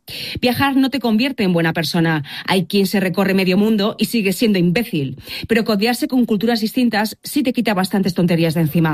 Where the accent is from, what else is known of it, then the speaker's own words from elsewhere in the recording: Madrid, Community of Madrid, Spain; Soy castellana de Madrid, trabajando con gente extranjera igual, fareros.